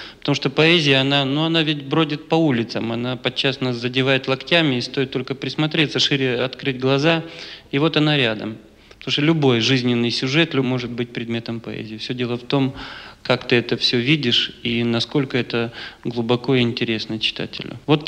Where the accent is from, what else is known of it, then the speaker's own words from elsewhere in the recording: Zolotonosha, Cherkasy Oblast, Ukraine; moved away as an adult; now in Moscow, Russia; Наш городишко маленький. Я родом из Золотоноша, с Украины